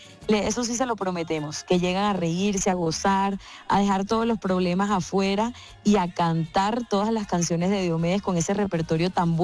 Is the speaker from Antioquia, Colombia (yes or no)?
no; Valledupar, Cesar, Colombia; yo como vallenata la verdad me siento muy orgullosa de mi tierra